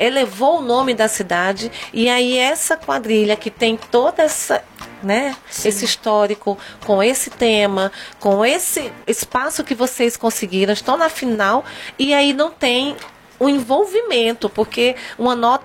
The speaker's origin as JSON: {"language": "Portuguese", "town": "Caruaru", "region": "Pernambuco", "country": "Brazil"}